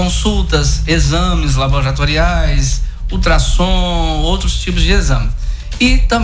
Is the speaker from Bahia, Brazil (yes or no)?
no; Mantena, Minas Gerais, Brazil; eu sou de Mantena.